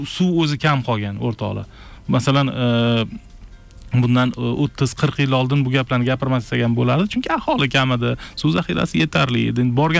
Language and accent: Uzbek; Bukhara, Bukhara Region, Uzbekistan; men Buxoroda katta bo'lganman